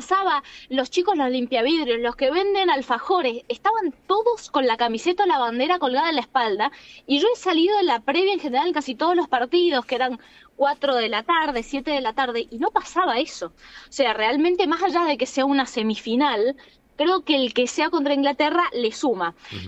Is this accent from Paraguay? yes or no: no; Argentina; somos argentinos